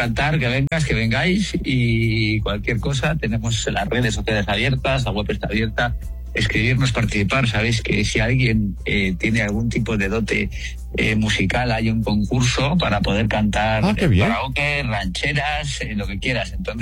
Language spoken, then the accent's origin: Spanish; Mexico; Sí, como mexicanos